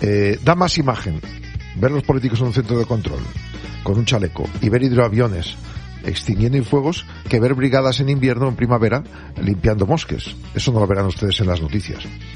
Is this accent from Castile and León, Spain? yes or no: yes; Neila, Castile and León, Spain; moved away; Con los pinos de mi pueblo en Neila